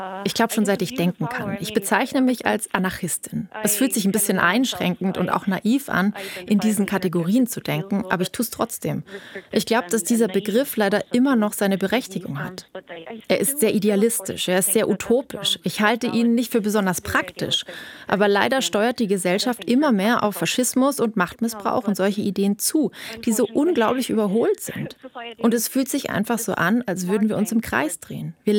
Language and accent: German; Tel Aviv, Tel Aviv District, Israel; Ich bin in Tel Aviv aufgewachsen und meine Eltern haben die Sowjetunion verlassen, als sie zusammengebrochen ist.